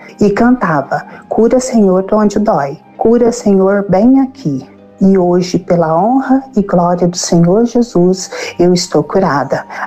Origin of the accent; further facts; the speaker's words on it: Três Pontas, Minas Gerais, Brazil; sou de Três Pontos, Minas Gerais.